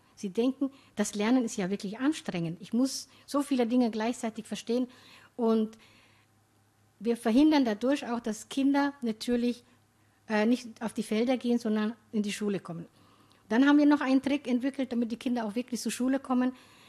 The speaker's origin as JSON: {"language": "German", "country": "Somalia", "said": "Ich komme aus Somalia, aber ich kann in Somalia nicht arbeiten wegen den vielen Anschlägen und den vielen Problemen"}